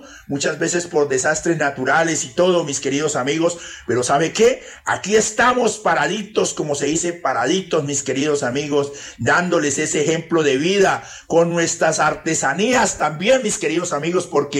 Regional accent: Villagarzón, Putumayo, Colombia; no tengo el orgullo de ser especialmente de acá de Cauca, ni de ser de Nariño, ni de ser de ninguna parte. Me siento muy orgulloso de ser de un pueblito llamado especialmente Villa Garzón, Putumayo.

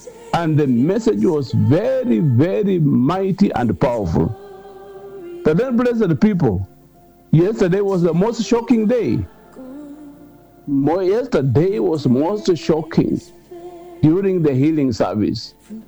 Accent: Kenya; I've been so ashamed as a Kenyan

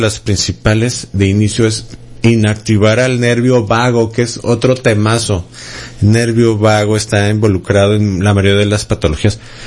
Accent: Mexico

